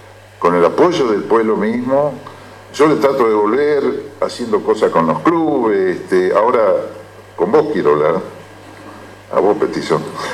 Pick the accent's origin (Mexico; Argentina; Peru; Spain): Argentina; Capilla, Buenos Aires; moved away as an adult; now in Campana, Argentina; yo siempre de Capilla, lo dije al principio, me gustaba Campana, pues tengo gran parte de mi familia acá, pero cuando me vine me enamoré de Campana, y realmente sigo más enamorado que nunca, y sobre todo, me siento campanense.